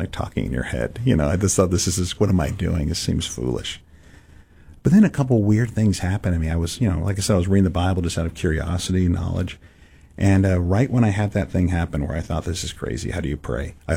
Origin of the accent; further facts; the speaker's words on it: San Francisco, California, United States; And part of it is I'm growing up in San Francisco, so it's not like you're not in the middle of church culture. I didn't know a kid who went to church.